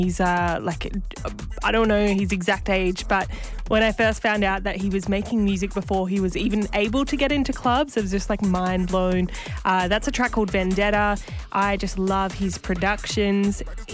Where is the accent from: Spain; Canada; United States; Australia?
Australia; Perth, Western Australia; they're from my hometown of Boorloo, Perth